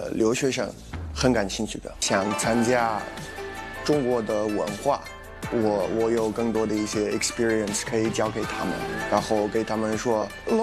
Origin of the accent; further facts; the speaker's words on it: South Africa; Chinese is a second language; now in Suzhou, China; 我来自南非